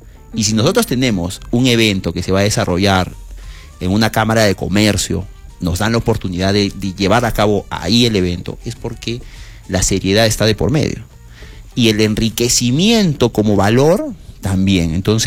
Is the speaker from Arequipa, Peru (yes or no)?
yes; Arequipa, Peru; nosotros no nos desalentamos como arequipeños, como empresarios y microempresarios